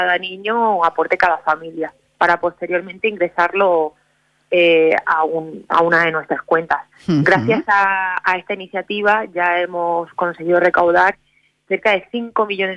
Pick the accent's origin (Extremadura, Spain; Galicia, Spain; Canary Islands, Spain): Extremadura, Spain; accent: Extremaduran; Me refiero a que soy extremeña, claro, y estudié en Salamanca.